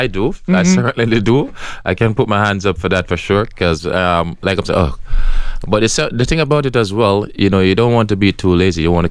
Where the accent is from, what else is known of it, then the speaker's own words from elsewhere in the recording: Jamaica; But being a Jamaican, you know, it's just part of my culture. We are very laid back.